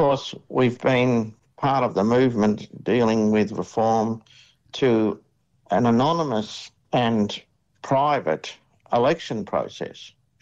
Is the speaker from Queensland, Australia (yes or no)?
no; Kurri Kurri, New South Wales, Australia; born there; I was born in Kurri, that's K-U-R-R-I twice, in the coal fields, as they used to be called. I think they probably still are, in the Hunter Valley of New South Wales.